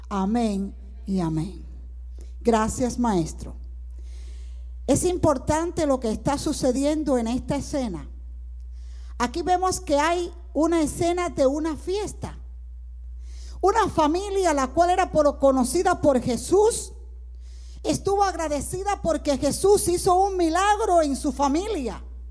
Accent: Cuba; Sí, vengo de Cuba, bendito sea Dios. Vengo de Cuba, mi patria amada

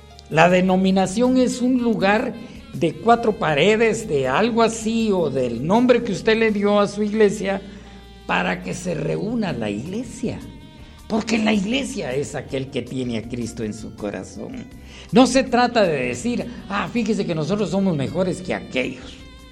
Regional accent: Cuilco, Huehuetenango, Guatemala; mi pueblo Cuilco, esa mi tierra perla escondida, mi Cuilco hermoso.

